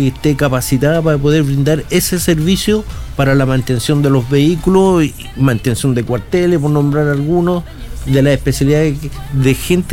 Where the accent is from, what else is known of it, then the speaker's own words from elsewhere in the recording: Antofagasta, Chile; Yo soy de Antofagasta, pero la plaza está en Santiago